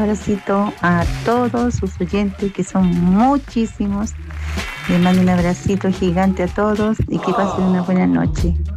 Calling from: Puente Alto, Santiago Metropolitan, Chile; de Puente Alto.

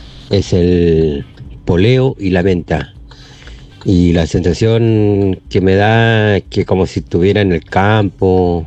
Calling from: Calbuco, Los Lagos, Chile; saludos desde Calbuco.

